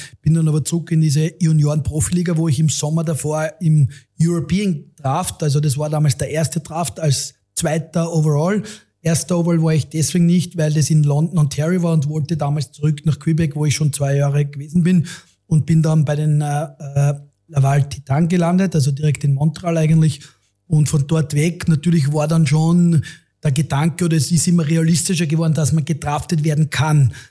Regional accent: Kapfenberg, Styria, Austria; Ich bin ja in Kapfenberg groß geworden, in der Steiermark, habe dort Fußball und Eishockey praktiziert

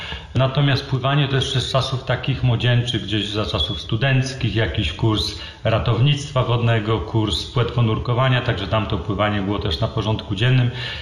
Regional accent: Wrocław, Lower Silesian Voivodeship, Poland; moved away as an adult; now in Wolfsberg, Austria; Mieszkam na co dzień w Wolfsbergu, w Karyntii, z rodziną, z żoną, trójką dzieci, a z Polski pochodzę, z Wrocławia.

